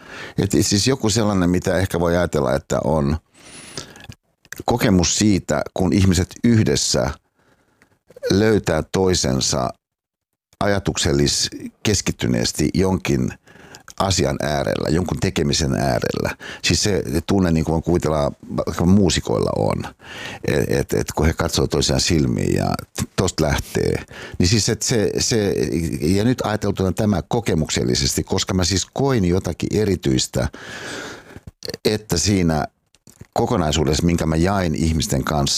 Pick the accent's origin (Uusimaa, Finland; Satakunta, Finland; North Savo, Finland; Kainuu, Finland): Uusimaa, Finland; Hyvinkää; born there; moved away